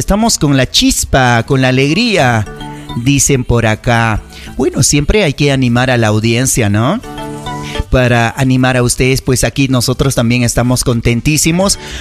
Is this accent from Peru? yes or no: yes; Sierra Centro-Sur, Peru; Todo lo que somos parte de la Sierra Centro-Sur es una tierra muy hermosa, muy bendecida